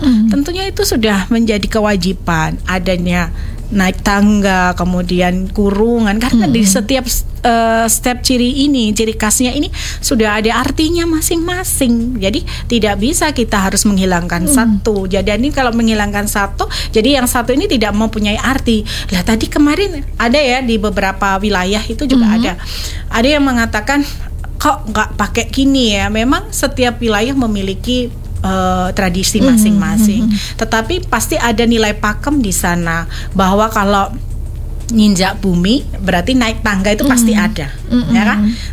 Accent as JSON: {"language": "Indonesian", "region": "Java", "country": "Indonesia", "said": "tidak semua orang tahu seperti budaya kita Jawa seperti ini"}